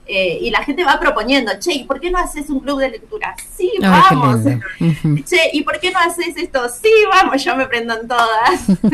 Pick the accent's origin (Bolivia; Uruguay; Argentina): Argentina; Berazategui, Buenos Aires Province; born there; also born or lived in Brazil; No, yo nací en Berazategui, provincia de Buenos Aires. Pero viví en varios lados. Hace poco volví de Brasil, estuve viviendo en Brasil, y hace poco retorné acá